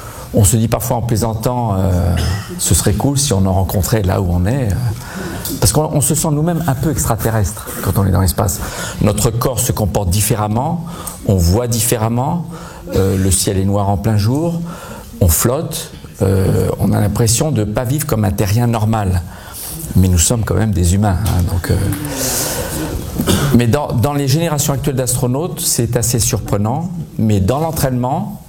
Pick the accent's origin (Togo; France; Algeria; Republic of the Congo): France; je suis français